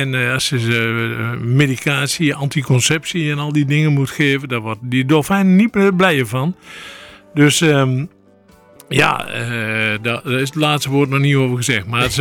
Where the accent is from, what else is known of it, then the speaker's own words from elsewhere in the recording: Gelderland, Netherlands; ik kom uit de Achterhoek, maar dolfinarium, dat was een begrip.